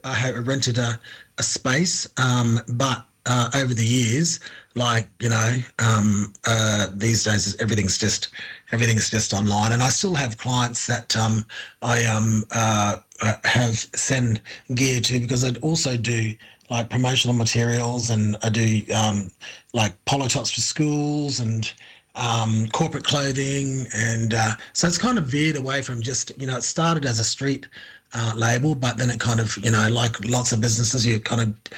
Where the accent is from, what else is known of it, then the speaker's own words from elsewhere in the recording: Darwin, Northern Territory, Australia; But growing up in Darwin, there's lots of I saw different Aboriginal people in business.